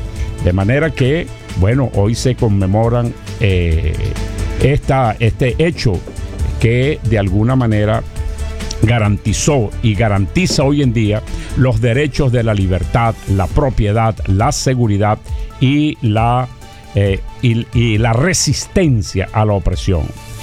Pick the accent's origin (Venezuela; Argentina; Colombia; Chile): Venezuela; como somos los venezolanos. Gente de paz, gente alegre, gente solidaria